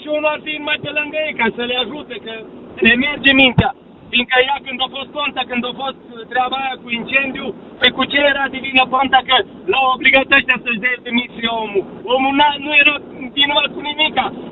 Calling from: Satu Mare, Satu Mare County, Romania; vă sunt din Satul Mare.

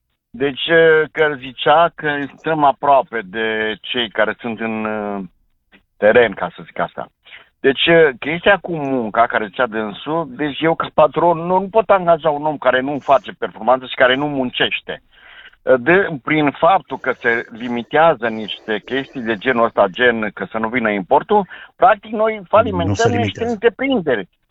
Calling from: Bihor County, Romania; sunt din Balcbihor.

